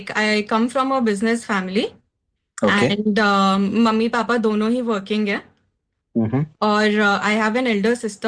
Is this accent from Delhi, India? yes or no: yes; Delhi, India; moved away as an adult; now in Kolkata, India; Originally मैं दिल्ली से हूँ एंड शादी के बाद ही मैं कोलकाता शिफ्ट हुई।